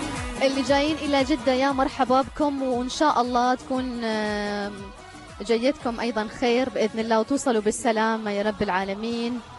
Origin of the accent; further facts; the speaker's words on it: Oman; بالنسبة لنا كعمانيين